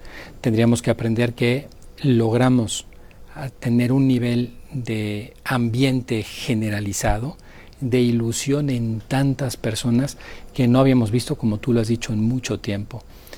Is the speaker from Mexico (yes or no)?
yes; Mexico; Yo, para definir quién soy, tengo que definir que nací en México, tengo que definir que aquí crecí, tengo que definir que he cantado el himno nacional